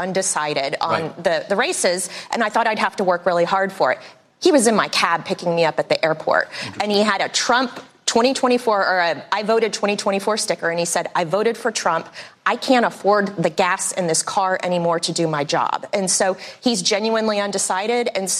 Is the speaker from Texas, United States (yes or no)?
yes; Texas, United States; as the Texan who parachuted into Ohio